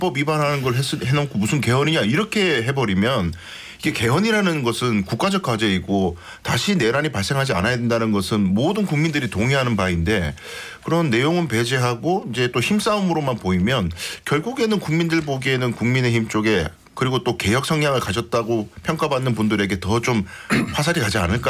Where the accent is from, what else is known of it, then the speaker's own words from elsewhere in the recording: Daegu, South Korea; 저는 이제 대구에서 왔으니까